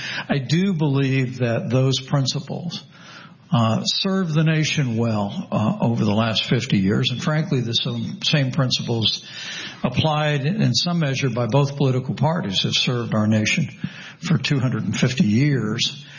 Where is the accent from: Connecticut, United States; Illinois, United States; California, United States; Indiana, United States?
Indiana, United States; I was actually the Youth Democrat Party coordinator in 1975 in my hometown in southern Indiana.